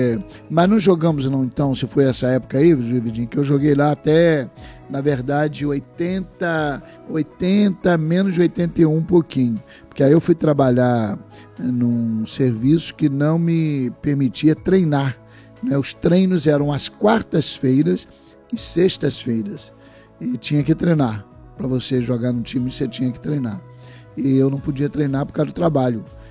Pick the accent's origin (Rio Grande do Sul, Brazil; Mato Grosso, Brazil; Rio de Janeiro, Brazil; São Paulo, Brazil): Rio de Janeiro, Brazil; Cardoso Moreira; Eu sou de Cardoso Moreira, com muita honra.